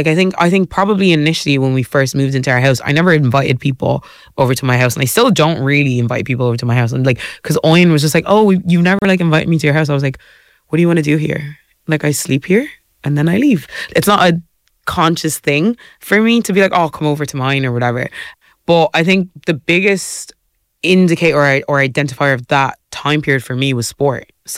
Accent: Tramore, Munster, Ireland; So I grew up in Tremore.

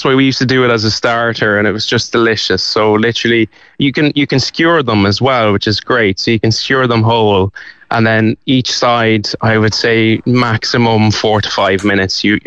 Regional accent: Cavan, Ulster, Ireland; now in Dundrum, Ireland; we say we live in Dundrum. I'd probably have to go out to Howth or out to Monkstown to pick them up where we live. I'm originally from Cavan.

